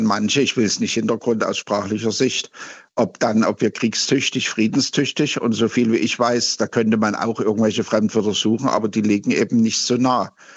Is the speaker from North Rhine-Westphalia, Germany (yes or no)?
no; Saxony, Germany; born there; moved away; Sie hören es vielleicht, ich komme ursprünglich aus Sachsen